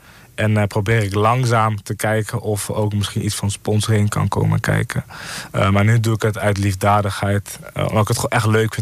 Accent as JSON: {"language": "Dutch", "town": "Apeldoorn", "region": "Gelderland", "country": "Netherlands", "tie": "born or raised there", "also_born_or_lived": "Zwolle", "said": "23 jaar oud. Geboren in het Isale ziekenhuis in Zwolle, maar echt opgegroeid hier in Apeldoorn."}